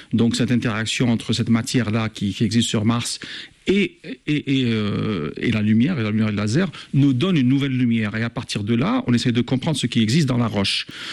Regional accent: Algeria; moved away as an adult; also born or lived in England; now in United States; j'ai fait toutes mes études en Algérie. Je suis algérien. J'ai fait tout mon parcours universitaire jusqu'à un DES, un diplôme d'études supérieures, avant de partir d'abord en Angleterre

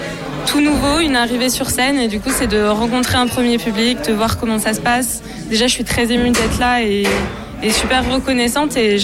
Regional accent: Rennes, Brittany, France; moved away as an adult; Depuis 2018, je suis arrivée en octobre 2018 et sinon je viens de Rennes, qui a des grosses scènes musicales aussi

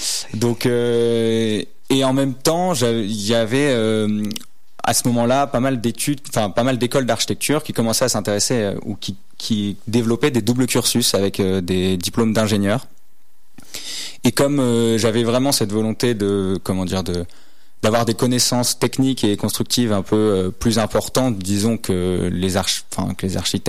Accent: Maubeuge, Hauts-de-France, France; Donc moi, je viens du nord de la France. Je suis né à Maubeuge, dans une petite ville du nord de la France.

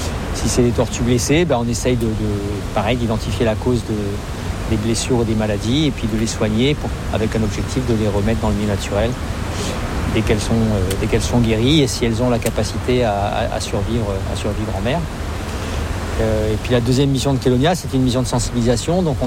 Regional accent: Madagascar; born there; moved away; also born or lived in Réunion; Moi, je suis né à Madagascar.

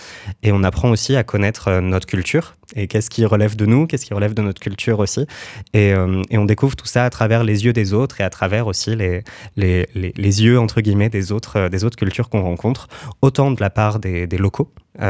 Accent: France; chez nous en France

